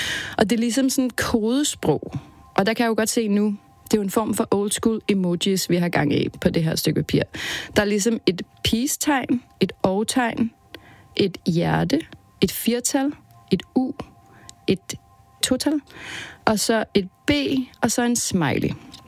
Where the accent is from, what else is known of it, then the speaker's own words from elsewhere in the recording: Copenhagen, Capital Region of Denmark, Denmark; born there; det hører vi hjemme i Vanløse